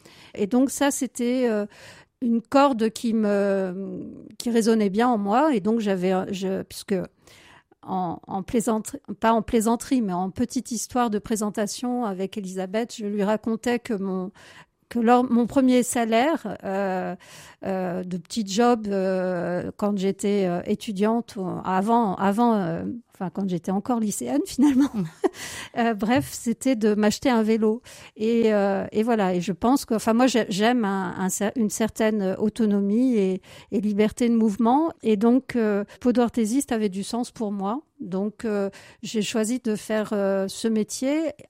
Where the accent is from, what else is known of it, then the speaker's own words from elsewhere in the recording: Châteaudun, Centre-Val de Loire, France; born there; also born or lived in Paris / Chartres; Je suis née en 1972 à Paris. Et j'ai grandi une petite partie en ville. Et puis ensuite, mes parents ont déménagé du côté de l'Eure-et-Loir vers Chartres, Châteaudun. Et j'ai fait une scolarité un peu chaotique dans cette périphérie